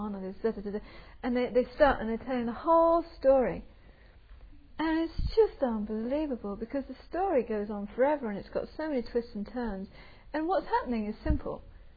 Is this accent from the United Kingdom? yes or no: yes; England, United Kingdom; And being English